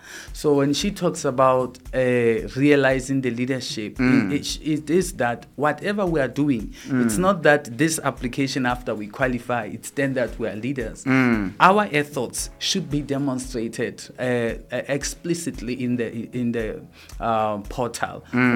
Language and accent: English; Mafeteng, Mafeteng District, Lesotho; I am from Mafeting